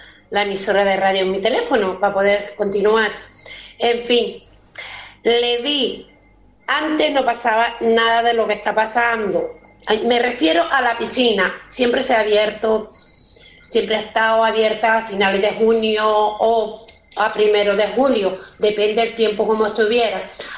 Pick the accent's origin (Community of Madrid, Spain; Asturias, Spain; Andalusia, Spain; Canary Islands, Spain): Canary Islands, Spain; Santa Lucía